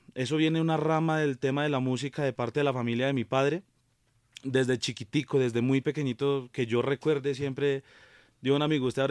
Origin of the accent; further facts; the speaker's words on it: Bogotá, Colombia; La verdad, en Bogotá siempre he residido. He tenido temporadas de que voy obviamente hacia donde son mis padres